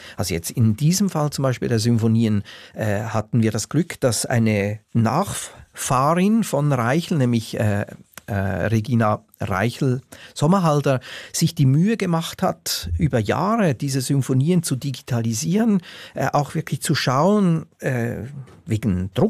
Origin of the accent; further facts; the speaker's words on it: Switzerland; moved away; Also es gibt natürlich einen starken Impuls bei mir, als Schweizer, weil ich als Auslandsschweizer über Jahrzehnte gesehen habe, wie auch die Schweiz ihre Künstlerinnen und Künstler nicht immer optimal behandelt.